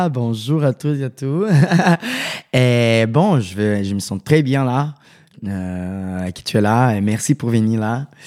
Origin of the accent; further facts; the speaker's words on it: Rio de Janeiro, Brazil; French is a second language; moved away as an adult; now in Paris, France; je viens de Rio de Janeiro, Carioca, avec le funk et toute cette influence-là. Et maintenant, je suis là à Paris pour faire mon art